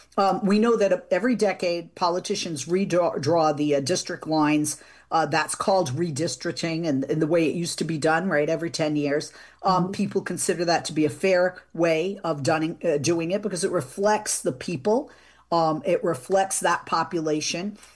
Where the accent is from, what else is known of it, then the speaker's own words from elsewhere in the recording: Boston, Massachusetts, United States; I'm from Boston, right? I'm born, bred, raised in Massachusetts.